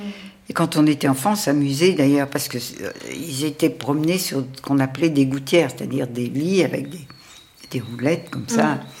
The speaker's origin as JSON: {"language": "French", "town": "Berck", "region": "Hauts-de-France", "country": "France", "tie": "born or raised there", "said": "Je suis née à Berck et c'est les Anglais, d'ailleurs, qui bombardaient et qui ont cassé tout... Je vivais quand j'étais petite au milieu des ruines, au milieu des mines."}